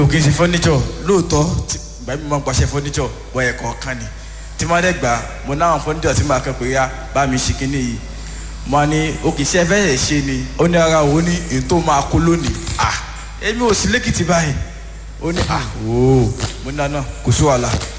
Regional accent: Ado-Ekiti, Ekiti, Nigeria; mo wá láti ìlú Ekiti State nílùú Ado.

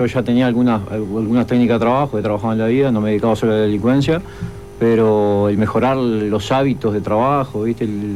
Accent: Minas, Lavalleja, Uruguay; moved away; yo vengo de Minas, La Valleja.

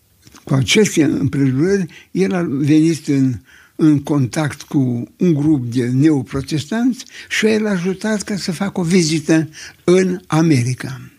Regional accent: Romania; Eu sunt român și român rămân.

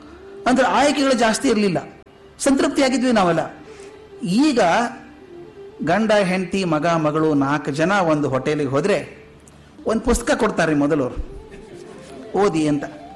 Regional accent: Bijapur district, Karnataka, India; ನಾನು ಬಿಜಾಪುರ ಜಿಲ್ಲೆಯಲ್ಲಿ ಬೆಳೆದವನು

